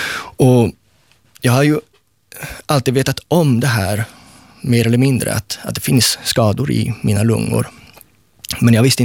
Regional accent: Sweden; accent: rikssvenska; now in Finland; när jag talar så finns det rikssvenska betoningarna kvar, som ibland också sipprar lite mot det finlandssvenska.

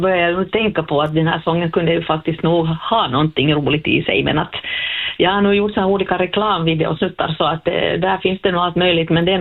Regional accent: Sweden; first language Swedish; i och med att svenska är mitt modersmål

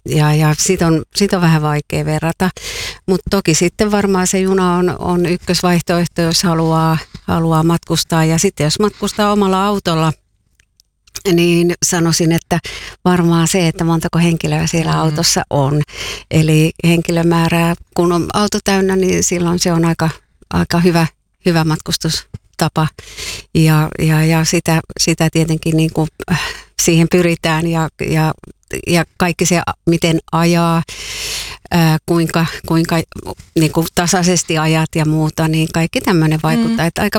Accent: Lehtimäki, South Ostrobothnia, Finland; lähden nyt tulevana viikonloppuna Etelä-Pohjanmaalle Lehtimäelle, eli sinne kotikonnulle, mistä olen kotoisin

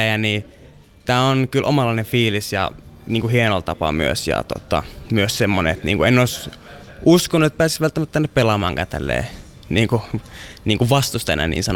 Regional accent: Rovaniemi, Lapland, Finland; moved away; also born or lived in Espoo; Tämä on mun kotikaupunki kuitenkin ja just niin kuin sanoin, täällä aloittanut silloin futiksen aikoina ja pelannut täällä paljon pelejä

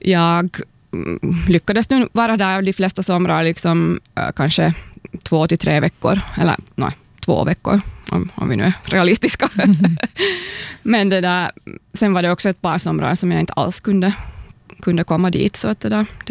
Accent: Kauniainen, Uusimaa, Finland; jag växte upp i Grankulla, och det där, sen började jag, efter gymnasiestudier, så började jag studera vid Åbo Akademi.

